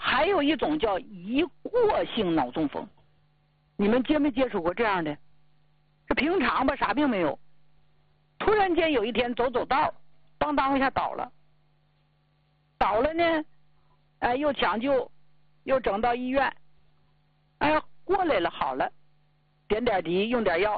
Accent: Jilin, China; 就咱们家乡就吉林呐

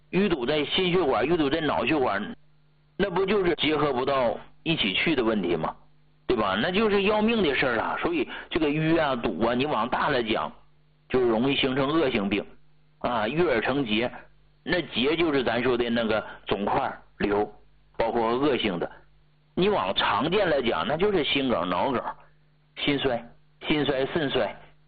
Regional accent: Hegang, Heilongjiang, China; 一个土生土长的农民的儿子，啊，我跟大伙儿说过，我的老家黑龙江鹤岗，啊，工农区，我们属于菜农，啊，就是种菜的，

